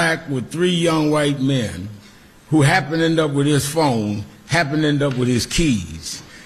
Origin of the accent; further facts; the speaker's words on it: Brooklyn, New York, United States; Now, I'm from Brooklyn. So I'm a little different than some of y'all.